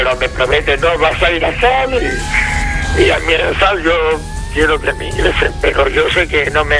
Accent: Galicia, Spain; moved away; yo lo que quiero es marcharme para Galicia, para mi tierra natal.

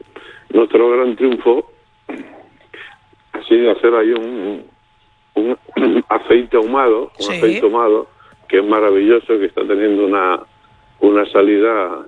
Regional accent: Malpartida de Plasencia, Extremadura, Spain; dicen en mi pueblo Malpartida

